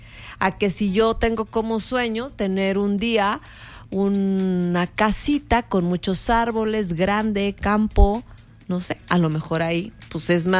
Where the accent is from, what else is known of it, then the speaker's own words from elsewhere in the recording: Fresnillo, Zacatecas, Mexico; Sí, en Fresnillo, Zacatecas, que es mi ciudad natal.